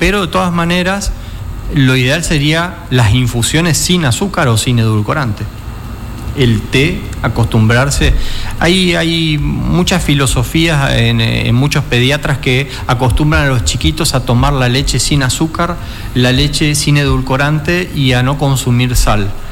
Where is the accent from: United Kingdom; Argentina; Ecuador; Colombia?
Argentina